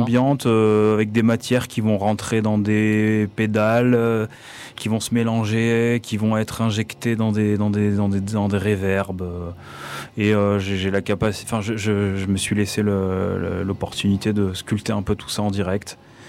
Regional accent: Toulon, Provence-Alpes-Côte d'Azur, France; je suis natif de Toulon, raised and born in Toulon, comme on dit.

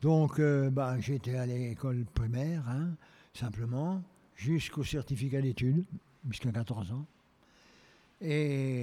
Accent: Sommant, Bourgogne-Franche-Comté, France; born there; also born or lived in Chissey-en-Morvan; Après, on a déménagé, je suis allé à un tout petit village qui s'appelle Somant. Et ce petit village de Somant, là, je suis allé à l'école.

